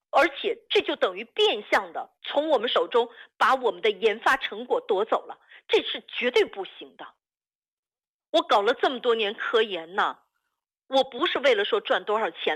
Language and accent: Chinese; China; 走到那一步我心有不甘呢，我永远忘不了我是中国人呢。